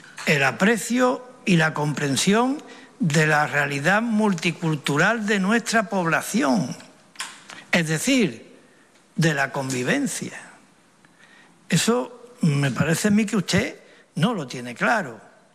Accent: Ceuta, Spain

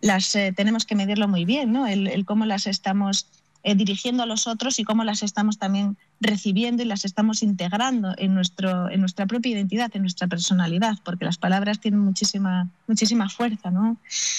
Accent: Santiago de Compostela, Galicia, Spain; nuestra mirada, yo siempre digo que es una mirada atlántica, marcada mucho, en mi caso de Santiago, por el propio Camino de Santiago

